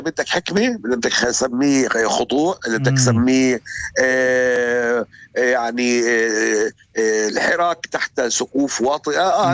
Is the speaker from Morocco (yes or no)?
no; Palestine